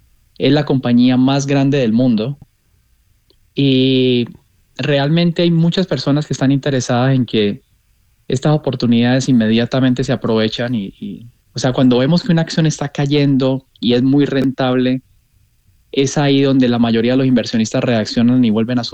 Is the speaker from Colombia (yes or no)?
yes; Colombia; Como colombianos tenemos que tener acciones, tenemos que acostumbrarnos a esa cultura de prosperar